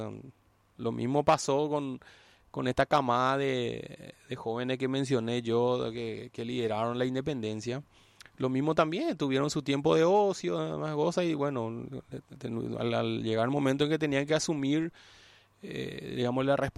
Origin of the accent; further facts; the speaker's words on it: Paraguay; nos acostamos como españoles, el lunes 15 somos ya paraguayos, ya asumimos que somos paraguayos.